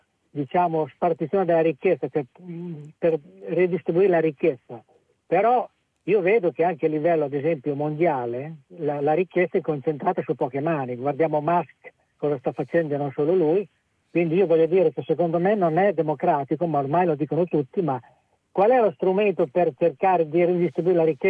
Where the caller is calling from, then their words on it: Bologna province, Emilia-Romagna, Italy; io sono da Bologna, in provincia.